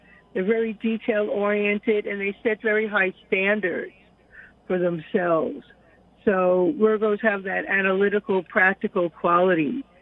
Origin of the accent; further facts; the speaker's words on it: New York, United States; I mean, I'm from New York, so I have some friends and family, mostly Mets fans